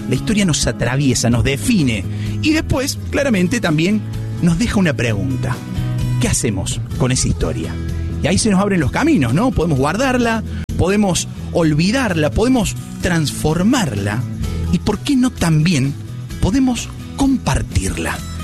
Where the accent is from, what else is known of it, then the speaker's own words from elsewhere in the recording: Laguna Larga, Córdoba, Argentina; Yo, por ejemplo, vengo de Laguna Larga, un pueblito del interior de la provincia de Córdoba.